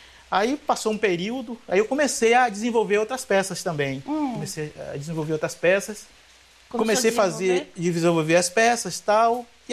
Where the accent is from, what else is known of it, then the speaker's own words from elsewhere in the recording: Ituberá, Bahia, Brazil; Eu digo, eu sou … E de onde? Eu sou de Ituberá.